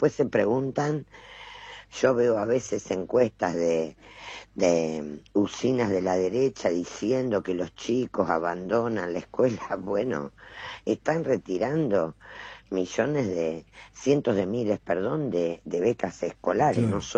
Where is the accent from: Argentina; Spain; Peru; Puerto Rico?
Argentina; Santa Fe; Yo soy santafesina